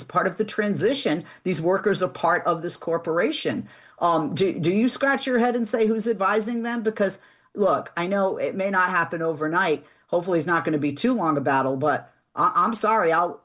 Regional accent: Boston, Massachusetts, United States; And I lived there in the summer. But I got to tell you, and I'm from Boston

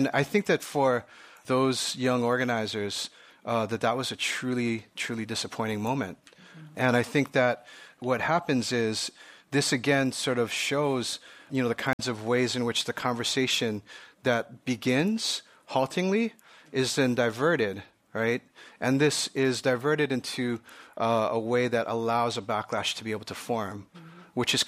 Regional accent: Honolulu, Hawaii, United States; as a kid growing up in Honolulu, Hawaii

